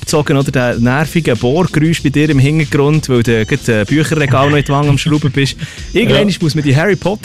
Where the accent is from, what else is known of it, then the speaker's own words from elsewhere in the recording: Bern, Switzerland; Ich bin als Berner